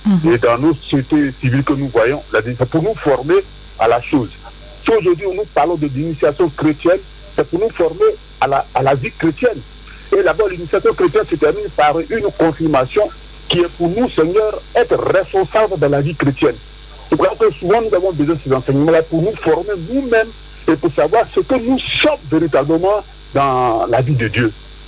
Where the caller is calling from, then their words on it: Daloa, Haut-Sassandra, Côte d’Ivoire; De Daloa, du diocèse Daloa.